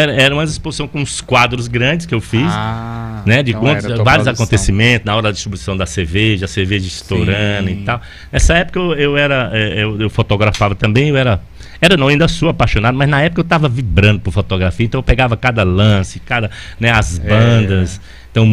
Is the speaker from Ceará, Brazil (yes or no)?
yes; Quixeramobim, Ceará, Brazil; born there; Na verdade, eu nasci em Quixeramobim, no centro do nosso Ceará.